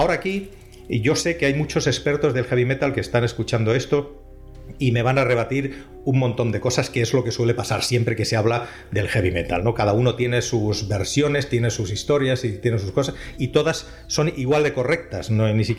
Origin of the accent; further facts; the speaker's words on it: Finland; moved away; yo nací en Finlandia, yo me he criado allí, he trabajado y estudiado allí bastantes años, aunque la mayor parte de mi vida, toda mi vida prácticamente la he vivido aquí en España.